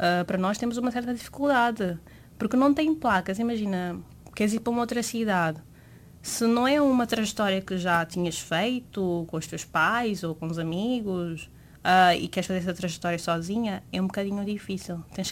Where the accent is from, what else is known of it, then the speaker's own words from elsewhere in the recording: Guinea-Bissau; moved away as an adult; also born or lived in Portugal; now in Porto, Portugal; eu tenho 24 anos, sou da Guiné-Bissau, nasci aqui, mas fui criada lá. Vim aqui em 2021 para vir estudar